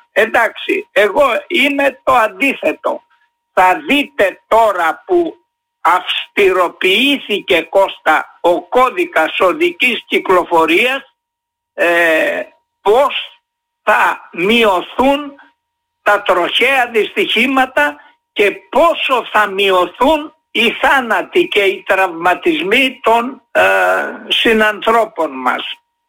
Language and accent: Greek; Western Greece, Greece; moved away; για την πατρίδα μου την Αιτωλοακαρνανία